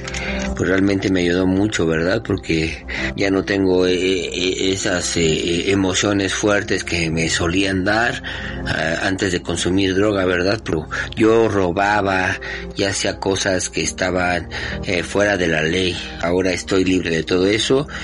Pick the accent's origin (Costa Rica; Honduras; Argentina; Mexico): Mexico; State of Mexico; Hola, ¿qué tal? … del Estado de México.